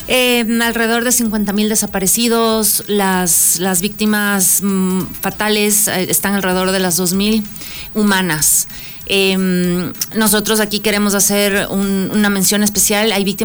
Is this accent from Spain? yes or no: no; Ecuador